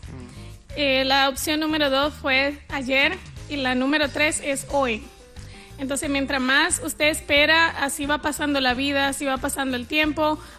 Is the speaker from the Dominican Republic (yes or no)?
yes; Dominican Republic; Así somos los dominicanos.